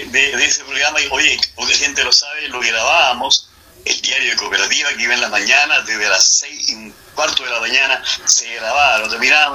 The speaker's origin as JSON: {"language": "Spanish", "town": "Linares", "region": "Maule", "country": "Chile", "moved": "yes", "said": "los años que pasé en tu tierra, que es mi tierra, la tierra de Linares."}